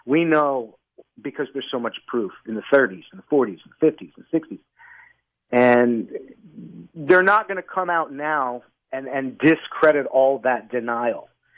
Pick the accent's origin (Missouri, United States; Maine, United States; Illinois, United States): Illinois, United States; Kankakee; born there; Kankakee, Illinois. Yes, I was. It's referred to now as Bourbonus or Bourbon A, but yes, I was born in Kankakee.